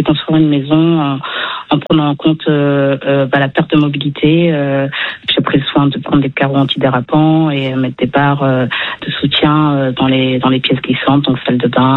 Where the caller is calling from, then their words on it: Dakar, Senegal; je suis à Dakar, donc à 60 km.